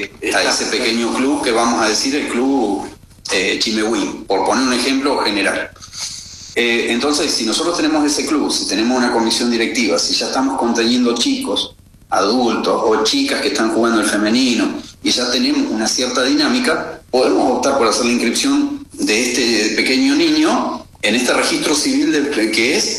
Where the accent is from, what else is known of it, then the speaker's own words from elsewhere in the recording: Zapala, Neuquén, Argentina; en la ciudad de donde yo vengo a través de la delegación de personas jurídicas que tenemos en Zapala